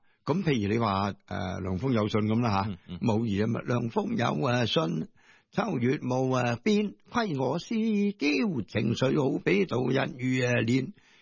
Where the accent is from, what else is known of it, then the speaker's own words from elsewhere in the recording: Guangdong, China; 因为我哋广东人咧叫嗰个系轻拍，叫做叮噶嘛